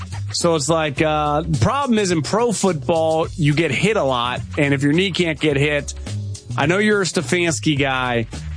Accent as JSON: {"language": "English", "region": "West Coast", "country": "United States", "said": "You know, I'm from the West Coast. I have a lot of friends."}